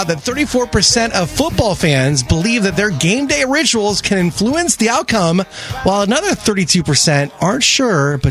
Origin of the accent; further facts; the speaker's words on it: Ohio, United States; moved away; I grew up in Northeast Ohio.